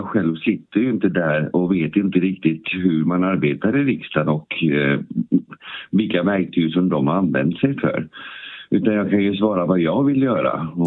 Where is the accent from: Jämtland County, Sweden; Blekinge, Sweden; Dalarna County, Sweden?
Blekinge, Sweden